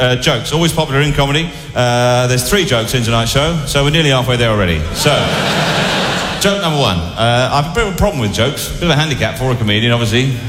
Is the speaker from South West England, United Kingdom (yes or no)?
yes; South West England, United Kingdom; I am actually from the West Country.